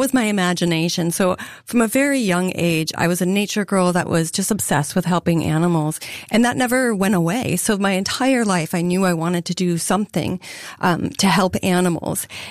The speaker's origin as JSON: {"language": "English", "region": "North Dakota", "country": "United States", "said": "No, I'm from North Dakota."}